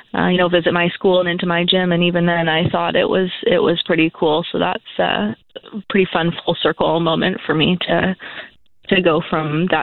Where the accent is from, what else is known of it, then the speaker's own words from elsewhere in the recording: Comox Valley, British Columbia, Canada; I grew up in the Comox Valley, and very fortunate to say so.